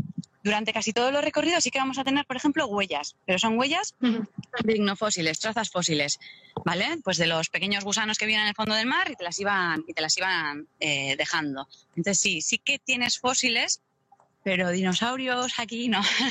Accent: Deba, Basque Country, Spain; born there; yo nací en Deva y casi todo el tiempo estoy en Zumaya.

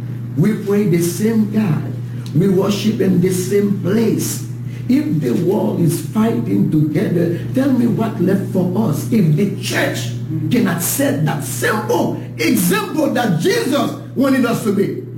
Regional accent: Haiti; English is a second language; I came from Haiti.

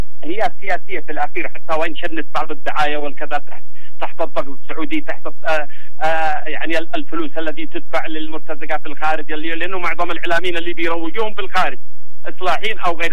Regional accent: Yemen; عندنا في اليمن

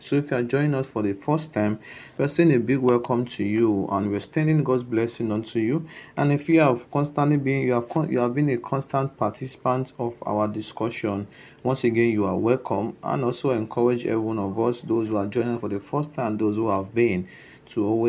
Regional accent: Okada, Edo, Nigeria; from Okada Town, Edo State, Nigeria.

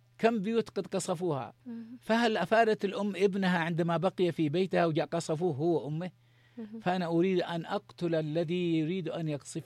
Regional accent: Yemen

